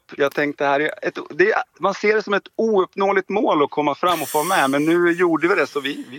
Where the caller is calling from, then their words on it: Tyresö, Stockholm County, Sweden; Vi hör ju hemma i Tyresö, Stockholm.